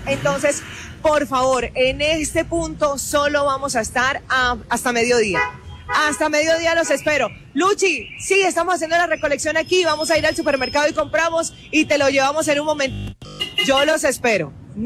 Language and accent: Spanish; Colombia